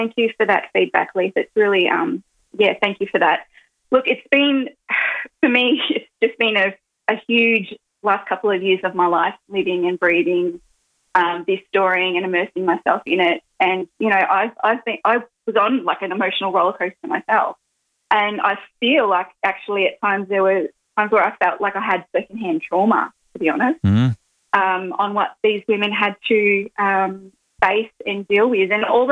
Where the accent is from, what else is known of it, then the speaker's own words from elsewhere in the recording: Victoria, Australia; And I grew up with my mum and my mother's mob. So, you know, don't hold it against me. I grew up in Victoria.